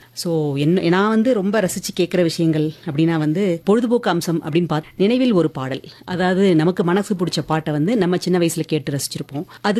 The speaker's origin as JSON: {"language": "Tamil", "town": "Chennai", "region": "Tamil Nadu", "country": "India", "tie": "born or raised there", "said": "நான் வந்து பிறந்து வளர்ந்ததெல்லாம் சென்னையில்."}